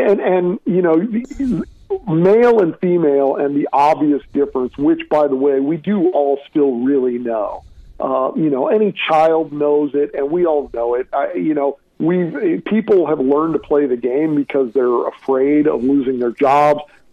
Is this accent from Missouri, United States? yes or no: yes; St. Louis, Missouri, United States; my hometown of St. Louis